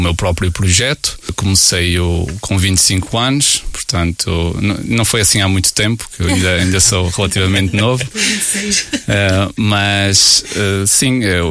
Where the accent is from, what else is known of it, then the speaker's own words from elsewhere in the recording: Portugal; moved away as an adult; eu, sendo português, só bebia vinho.